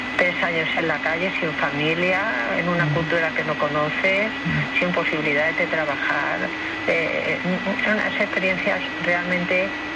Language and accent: Spanish; Badalona, Catalonia, Spain; la primera vez que yo volví a Badalona, yo soy de Badalona, pero estaba muchos años viviendo fuera de Badalona